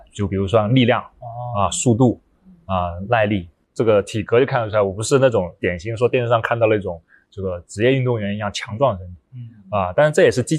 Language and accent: Chinese; China; 作为一个中国人